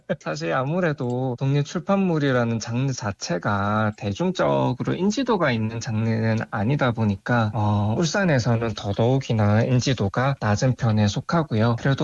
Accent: Ulsan, South Korea; moved away; also born or lived in Daegu; 여기 성남동을 선택한 이유는 제가 여기 바로 인접한 동네인 B04 구역이 제 고향입니다.

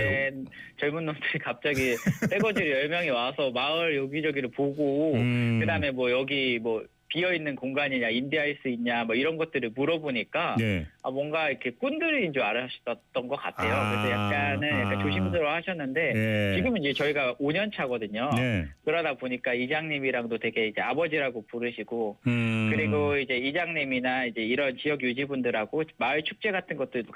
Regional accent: Asan, South Chungcheong, South Korea; 저도 사실 이제 아산이 고향이기는 하지만

